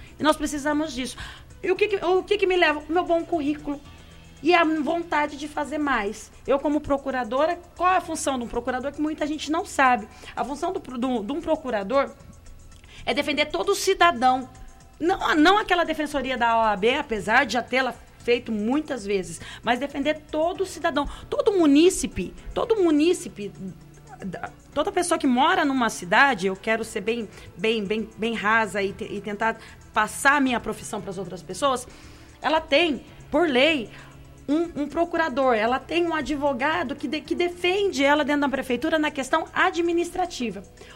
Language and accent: Portuguese; Salto Grande, São Paulo, Brazil; accent: caipira; also born or lived in Ourinhos region; Salto Grande é a minha cidade onde eu nasci, a cidade mais linda do mundo.